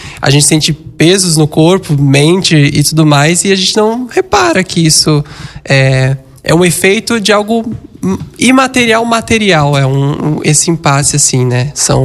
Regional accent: Brazil; A gente também, sendo brasileiro, quem não cresceu assistindo um Gugu no televisão ali no domingo

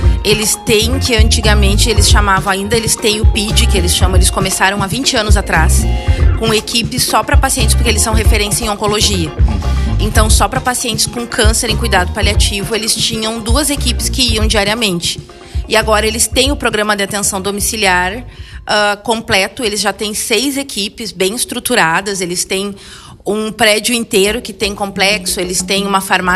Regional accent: Santa Maria, Rio Grande do Sul, Brazil; now in Rio Grande, Brazil; eu sou de Santa Maria

